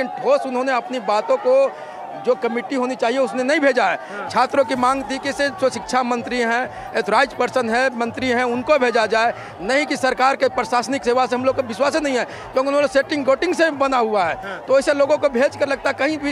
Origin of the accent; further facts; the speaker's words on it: Ranchi, Jharkhand, India; जी मैं यहीं से हूँ, रांची से हूँ, और जेपीएससी के एग्जाम भी लिखा था आपका।